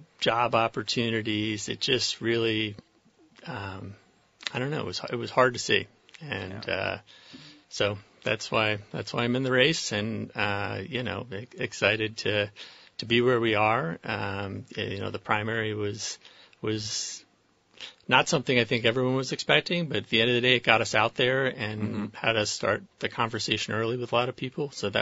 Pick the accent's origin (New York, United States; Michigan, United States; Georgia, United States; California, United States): New York, United States; New York City; now in Vermont, United States; So I'm originally from New York City, but have long history with Vermont. My grandparents had a farm up in the Northeast Kingdom, which we still have. I went to camp on Dunmore.